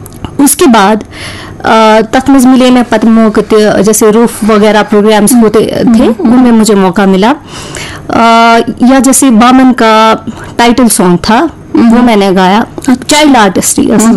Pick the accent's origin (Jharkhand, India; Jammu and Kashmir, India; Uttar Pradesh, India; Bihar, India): Jammu and Kashmir, India; born there; जी मेरी जो पैदाइश हुई है वो हुई है गुरगड़ी मोहल्ला जैना कदल में।